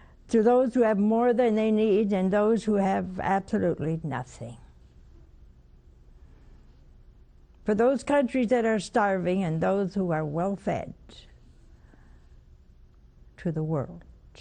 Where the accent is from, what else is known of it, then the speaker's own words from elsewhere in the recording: United States; Everybody gonna think I'm Irish, and I'm not. I'm Italian. But I prayed for any other country. They think I was from that country. No, I'm not. I'm an American.